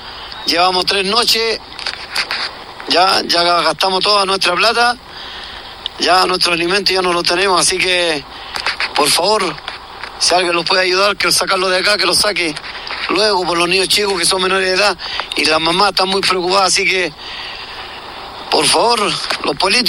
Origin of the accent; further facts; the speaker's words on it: Ovalle, Coquimbo, Chile; Imagínense, estamos acá, somos de Ovalle, imagínense la lejura que estamos